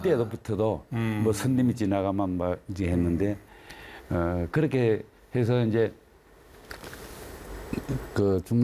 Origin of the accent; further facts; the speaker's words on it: Sangju, North Gyeongsang, South Korea; 제가 그 고향이 상주인데요. 예. … 그래서 처음에 서울에서 고등학교를 졸업하고